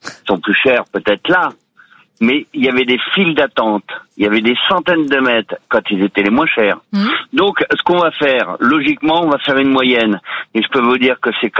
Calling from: Chartres, Centre-Val de Loire, France; De Chartres

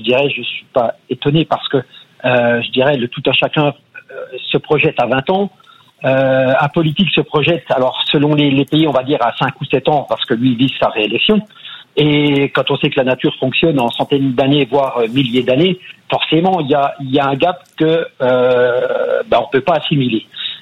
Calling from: Bourgogne-Franche-Comté, France; Moi, je suis un petit village à côté de Besançon.

